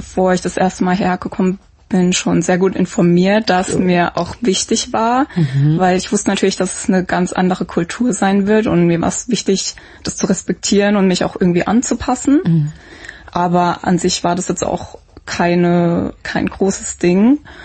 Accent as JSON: {"language": "German", "region": "Baden-Württemberg", "country": "Germany", "moved": "as an adult", "lives_now": "Seoul, South Korea", "said": "Im Süden, in der Nähe von Stuttgart."}